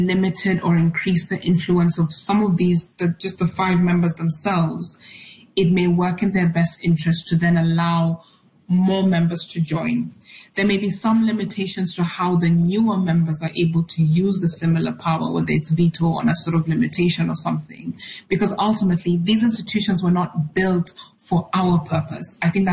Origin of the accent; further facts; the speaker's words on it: Kenya; I feel that, and not just because I'm a Kenyan